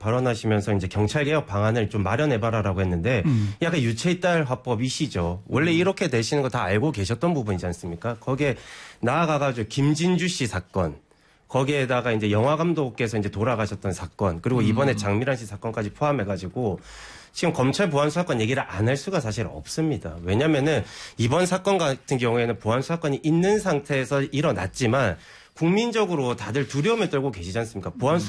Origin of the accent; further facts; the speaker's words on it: Busan, South Korea; now in Seoul, South Korea; 안녕하십니까. 부산 출신이지만 서울 특별시 시민인